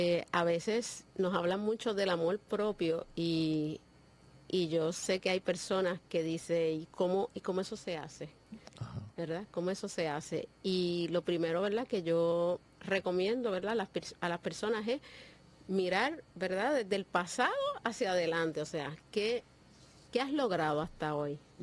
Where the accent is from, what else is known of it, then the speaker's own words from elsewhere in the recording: Vega Baja, Puerto Rico; Yo soy una mujer humilde, nacida y criada en Vega Baja, que estudió en escuela pública